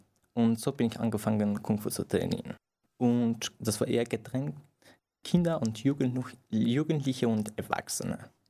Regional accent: Iran; German is a second language; now in Austria; Nein, also ich bin im Iran geboren, aufgewachsen in einer kleinen Stadt und ich durfte nicht die Schule besuchen und also nichts eigentlich machen.

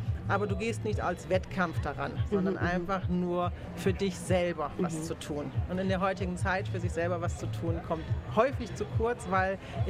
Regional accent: Piding, Bavaria, Germany; aber ich komme auch aus Pieding.

